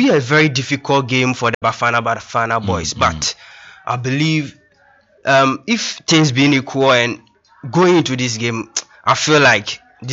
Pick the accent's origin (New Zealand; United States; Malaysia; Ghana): Ghana; As a Ghanaian